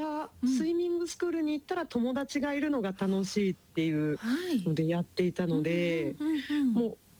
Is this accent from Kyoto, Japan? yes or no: yes; Kyoto, Japan; 私は出身が京都府なんですけれども